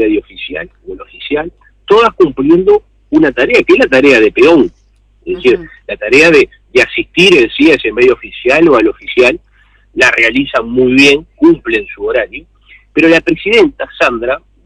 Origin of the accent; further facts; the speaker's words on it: Canelones, Uruguay; como canario quiero llegar a los municipios de mi departamento